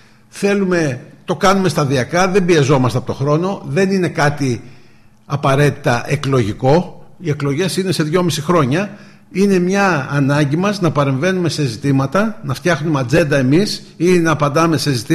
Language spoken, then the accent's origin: Greek; Thebes, Central Greece, Greece; Αγαπάμε τη Θήβα μας